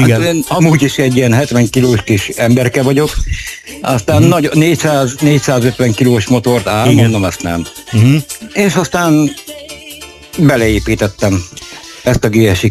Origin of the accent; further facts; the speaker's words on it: Szolnok, Jász-Nagykun-Szolnok, Hungary; De Szolnokon nőttem föl